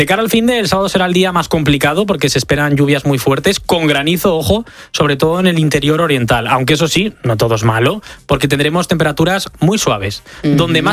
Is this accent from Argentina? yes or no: no; Valencia, Valencian Community, Spain; soy de Valencia.